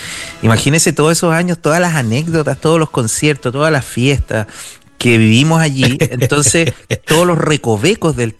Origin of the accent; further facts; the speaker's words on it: Valparaíso, Chile; yo soy más porteño portaliano que porteño hippie.